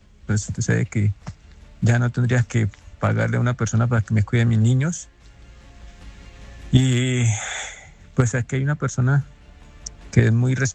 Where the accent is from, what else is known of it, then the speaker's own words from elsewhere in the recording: Sogamoso, Boyacá, Colombia; tengo 43 años, soy nativo o vivo residente en Sogamoso, Boyacá.